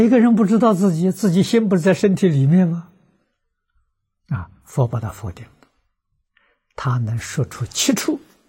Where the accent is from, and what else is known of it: China